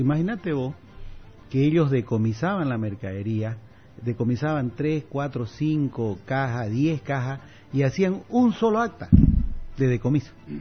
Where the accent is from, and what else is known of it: Bolivian eastern lowlands, Bolivia